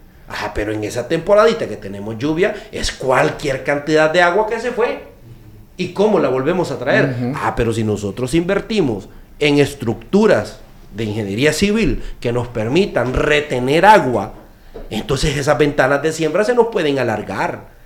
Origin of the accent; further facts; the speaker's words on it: Honduras; Nosotros nos tenemos que empapar como sociedad hondureña